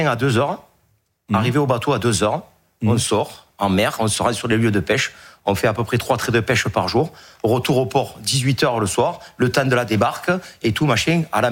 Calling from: Aigues-Mortes, Occitanie, France; J'habite à Aigues-Mortes.

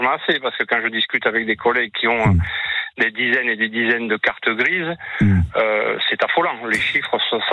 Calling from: Occitanie, France; Non, j'habite en Lozère.

